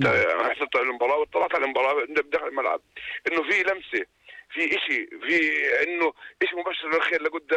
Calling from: Jordan

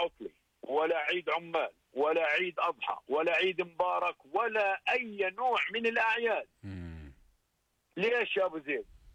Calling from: Jordan; احنا كشعب اردني متعارف علينا انه احنا بنحب الهديه

